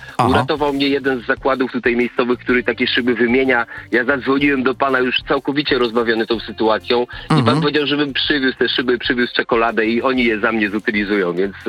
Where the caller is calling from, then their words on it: Tricity, Pomeranian Voivodeship, Poland; Dzwonię ze Słonecznego Trójmiasta